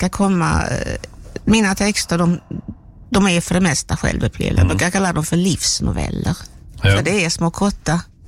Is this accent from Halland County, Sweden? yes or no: yes; Steninge, Halland County, Sweden; moved away as an adult; now in Växjö, Sweden; jag trivs väldigt bra i Växjö, men jag saknar ju havet. Jag är ju som från Steninge, det ligger vid havet alldeles, och vårt gamla hus som finns kvar, det ligger nära havet